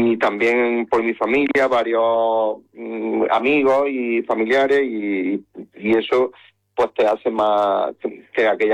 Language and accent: Spanish; Ochavillo del Río, Andalusia, Spain; now in Fuente Palmera, Spain; soy nativo de allí, aunque ahora vivo aquí en Fuente Palmera